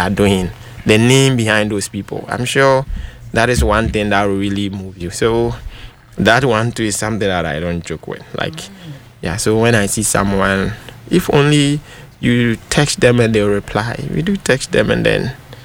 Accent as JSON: {"language": "English", "town": "Abetifi", "region": "Eastern Region", "country": "Ghana", "said": "I'm a cool boy. I'm from Abitifi."}